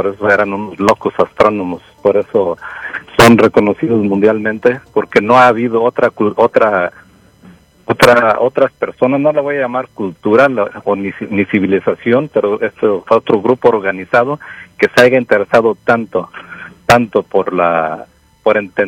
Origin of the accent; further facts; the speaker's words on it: Jalisco, Mexico; moved away; ahí era la parte más alta de los Altos de Jalisco, donde yo crecí